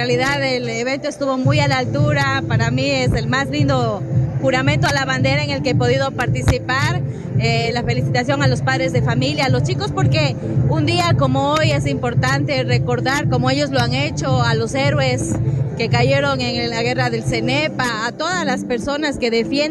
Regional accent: Ecuador; Entonces es un día para recordar que somos ecuatorianos, que tenemos también valores patrios

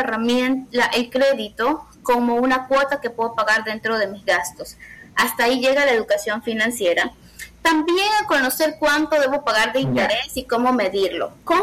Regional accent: Guayaquil, Guayas, Ecuador; yo vengo de una familia de muy humilde. Yo crecí en Guayaquil, en la 25 y el Oro, en la escuelita 25 y el Oro, y vivía en la 21 y el Oro. Estamos en el Estero Salado.

